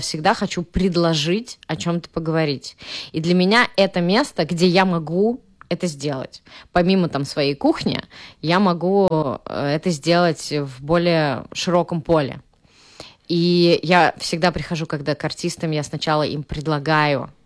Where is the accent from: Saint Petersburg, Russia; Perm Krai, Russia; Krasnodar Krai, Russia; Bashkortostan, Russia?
Saint Petersburg, Russia; Я из Петербурга, у нас там тоже вообще-то белые ночи